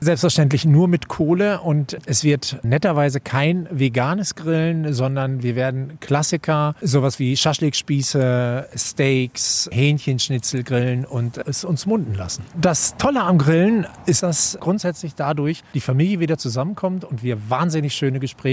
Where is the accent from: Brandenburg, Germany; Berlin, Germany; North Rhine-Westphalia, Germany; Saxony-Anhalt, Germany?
Saxony-Anhalt, Germany; Halle; ich komme aus Halle und heute wird ein fantastischer Samstag